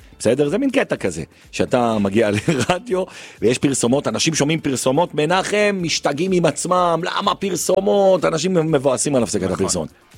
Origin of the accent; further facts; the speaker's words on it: Beit Shemesh, Jerusalem District, Israel; כפרה, אני מדבר איתה, אני מבית שמש!